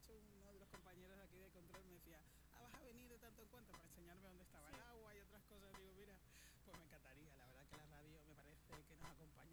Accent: Canary Islands, Spain; accent: Canarian; also born or lived in Córdoba; Sí, yo es que me siento muy canaria, cordobesa también, porque además ahora me he unido a la Fundación Antonio Gala y me lo paso genial y vuelvo a Córdoba

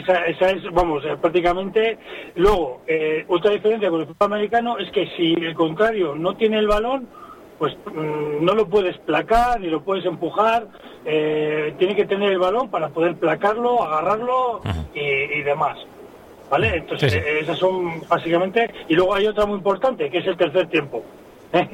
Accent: Santoña, Cantabria, Spain; yo soy de Santoña

